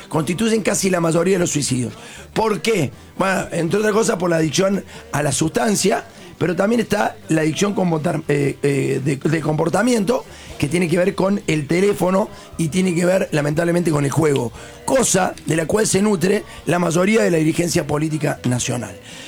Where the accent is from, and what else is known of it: Argentina